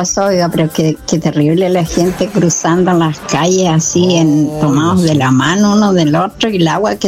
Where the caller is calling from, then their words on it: Cerrillos, Santiago Metropolitan Region, Chile; Sí, yo soy de acá, de Cerrillo.